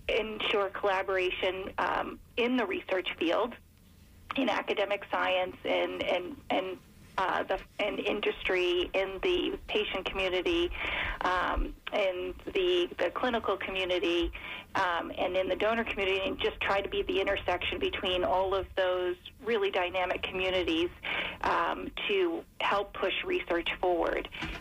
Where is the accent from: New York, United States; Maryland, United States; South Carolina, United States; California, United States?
New York, United States; now in Philadelphia, United States; I grew up in New York, but I moved actually to outside of Philadelphia to take this role with Farah.